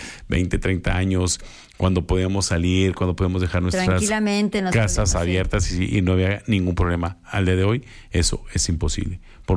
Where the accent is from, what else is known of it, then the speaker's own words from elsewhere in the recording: Aguascalientes, Mexico; lo que nos puede afectar a nosotros como mexicanos y sobre todo como aguascalentenses